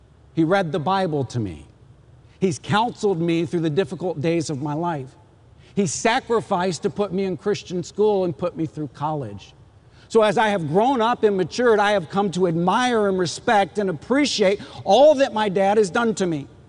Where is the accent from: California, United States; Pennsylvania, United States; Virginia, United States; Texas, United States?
Texas, United States; Well, I grew up in West Texas